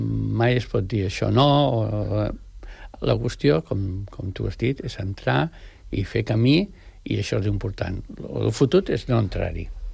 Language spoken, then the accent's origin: Catalan; El Masnou, Catalonia, Spain; I hi ha un pintor del Masnou, que és el meu poble, que és en Villar.